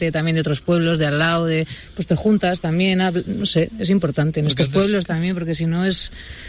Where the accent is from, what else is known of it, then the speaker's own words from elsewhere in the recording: Pamplona, Navarre, Spain; now in Villanueva, Spain; Bueno, yo soy de Pamplona, pero vivo en Villanueva.